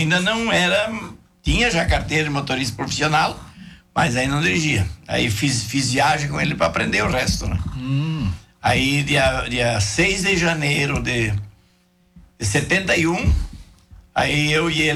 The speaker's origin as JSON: {"language": "Portuguese", "town": "Marcelino Ramos", "region": "Rio Grande do Sul", "country": "Brazil", "tie": "born or raised there", "also_born_or_lived": "Cascavel / São José dos Pinhais", "moved": "as an adult", "lives_now": "Concórdia, Brazil", "said": "Sou natural de Marcelino Ramos."}